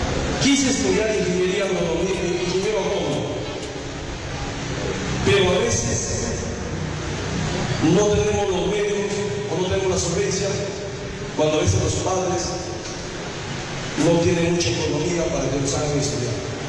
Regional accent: Diamante Alba, Amazonas, Peru; Ya les mencioné Diamante Alba. Nací en Caserío Diamante Alba, hijo de dos madres campesinas. Hemos trabajado juntamente con mi padre en las labores agrícolas.

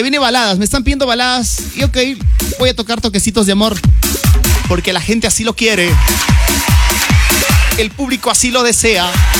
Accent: Jaén, Cajamarca, Peru; now in Virú, Peru; Lejos de mi tierra, Jaén.

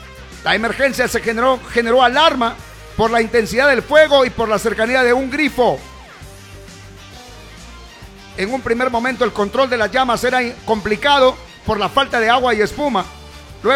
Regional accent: Peru; En el Perú los peruanos somos muy débiles

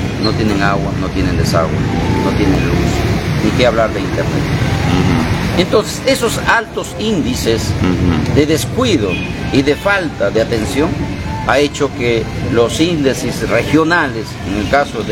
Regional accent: Copallín, Amazonas, Peru; Bagua, que es nuestra casa, recordemos que yo soy de Copallín

